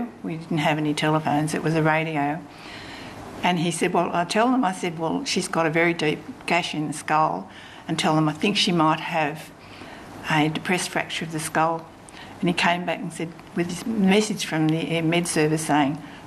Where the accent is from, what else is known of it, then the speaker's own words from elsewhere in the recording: Wollongong, New South Wales, Australia; I came from Wollongong, New South Wales. I was managing operating theatres at Port Kembla Hospital.